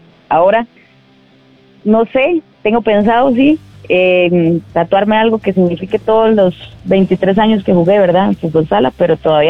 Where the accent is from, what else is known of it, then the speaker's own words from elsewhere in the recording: San Isidro de El General, San José, Costa Rica; moved away; yo soy oriunda de Pérez de León, ¿verdad? Salí de Pérez joven, muy joven. Decidí venirme a jugar a San José.